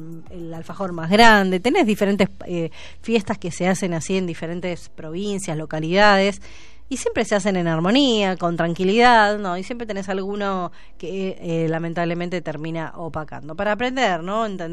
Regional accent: Argentina; estas cosas que nos queda como argentinos

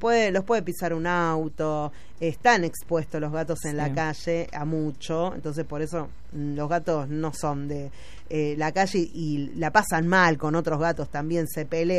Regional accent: Argentina; somos los argentinos de tener mascotas mucho

